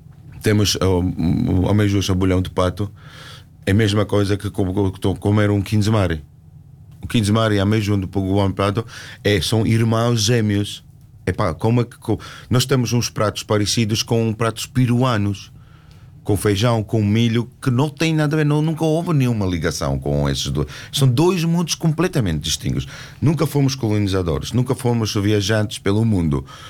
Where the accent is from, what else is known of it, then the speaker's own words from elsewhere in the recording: Georgia; moved away; eu saí da Geórgia quando não tinha água na torneira, não tinha gás, não tinha eletricidade